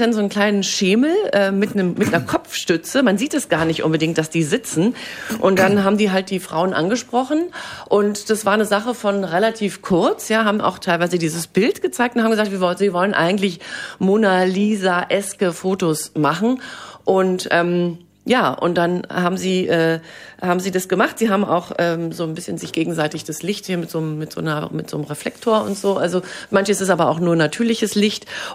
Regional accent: Berlin, Germany; now in Frankfurt, Germany; ich komme aus Berlin

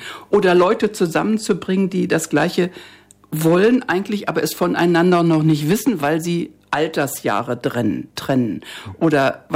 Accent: Frankfurt, Hesse, Germany; born there; ich bin in Frankfurt geboren und stolz darauf

